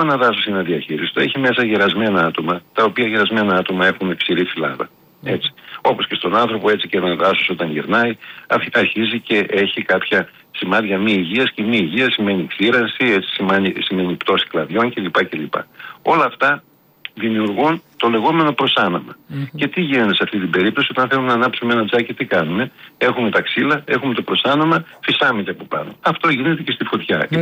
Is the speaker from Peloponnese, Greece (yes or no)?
no; Thessaloniki, Central Macedonia, Greece; γιατί ξέρω και πολύ καλά το δάσος, είμαι Θεσσαλονικιός